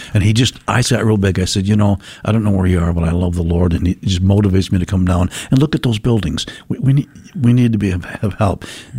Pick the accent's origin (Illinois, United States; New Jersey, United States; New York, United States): New York, United States; Buffalo; I had my name tag on, New York. I'm from Buffalo, New York, you know.